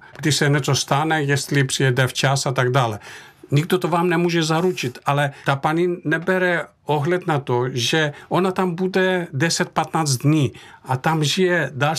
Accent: Thessaly, Greece; now in Czech Republic; když jsem odcházel z Měchom města, který se nachází uprostřed nejúrodnější oblasti Řecka, je to region Tesálie, tak to město mělo přes 6 000 obyvatel.

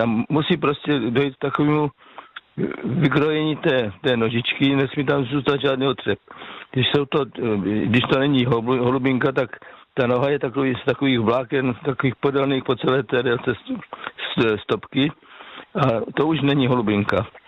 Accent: South Moravian Region, Czechia; U nás na Jižní Moravě jako těch možností tam začíná.

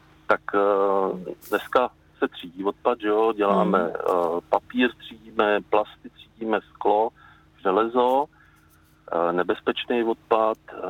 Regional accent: South Bohemian Region, Czechia; Tak jižní Čechy, já jsem kovaný Jihočech a musím říct, že jižní Čechy jsou podle mě teda nejkrásnější v Čechách.

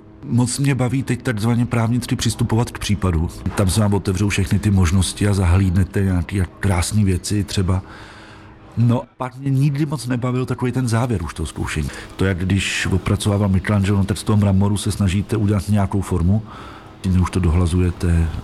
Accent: Čenkovice, Pardubice Region, Czechia; also born or lived in Ústí nad Orlicí; Já jsem tady vlastně doma, protože pocházím z Ústí nad Orlicí. Vyrůstal jsem v Čenkovicích v Orlických horách, takže pro mě jsou jako Pardubice vlastně domov.

